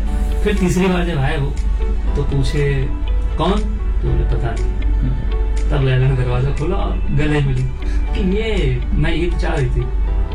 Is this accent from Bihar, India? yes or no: no; Lucknow, Uttar Pradesh, India